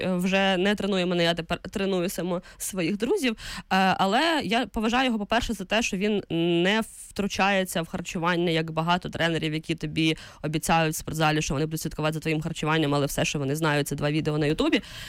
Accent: Vinnytsia Oblast, Ukraine; Це у нас на Вінниччині так кажуть.

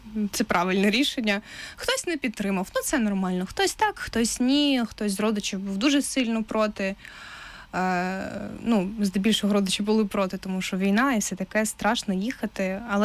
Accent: Crimea, Ukraine; я знаю, що я як кримчанка маю право на освіту тут, на підконтрольній Україні території.

